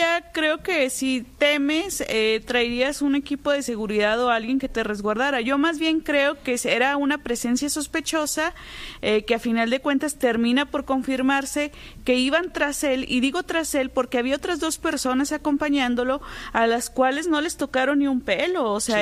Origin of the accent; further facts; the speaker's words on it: Mexico; como ciudadana, como mexicana